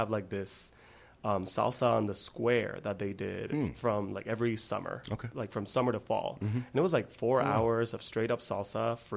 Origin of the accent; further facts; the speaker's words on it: Puerto Rico; moved away as an adult; now in Rochester, United States; I'm originally from Puerto Rico. Have been living in Rochester for approximately 3 years now